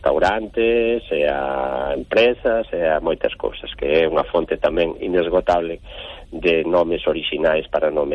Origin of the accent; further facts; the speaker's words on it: Galicia, Spain; tiña un amigo que é da lá da miña terra, que é dunha aldea que se chama Fumaces.